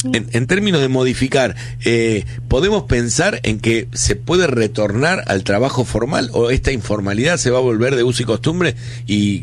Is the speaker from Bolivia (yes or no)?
no; Argentina; hemos ido de las AFJP, como un péndulo, como lo hacemos como argentinos más de una vez